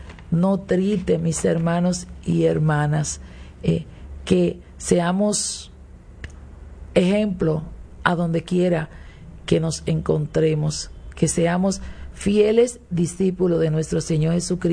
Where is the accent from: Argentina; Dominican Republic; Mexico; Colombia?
Dominican Republic